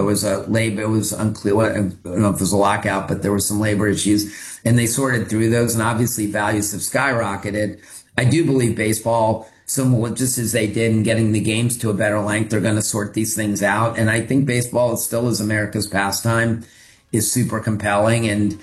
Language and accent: English; Maryland, United States; We didn't have a team in D.C. and I grew up in Maryland, so I love the Orioles.